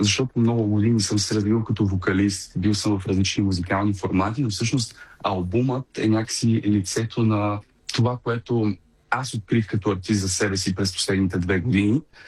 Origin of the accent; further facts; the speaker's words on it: Burgas, Burgas Province, Bulgaria; moved away; аз съм си бургазлия, тръгнал съм си от Бургас, от бургаската школа, от бургаското музикално училище и някакси Бургас ми е моя си град, моето място.